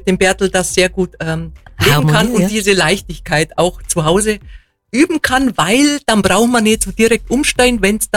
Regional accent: Hohenried, Bavaria, Germany; now in Allgäu, Germany; Ja, ich komme aus Hohenried, aus dem Landkreis Aichach mit 130 Einwohnern.

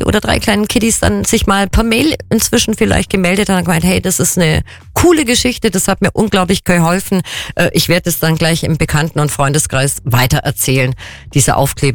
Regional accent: Kempten, Bavaria, Germany; Und Sie sagen mir das als gebürtige Kemptnerin.

